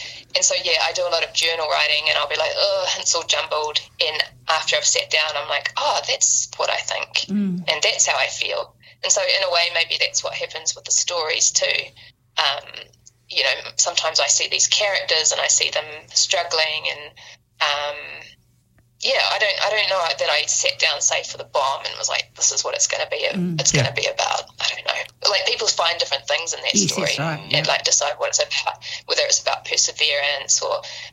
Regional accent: Bay of Plenty, New Zealand; moved away; I'm from the Bay of Plenty, you know, and I go home, well, we go home now each summer

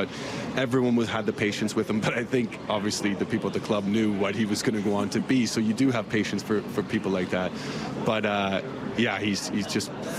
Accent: Canada; had I got to experience that in my career as a Canadian player, wearing that maple leaf

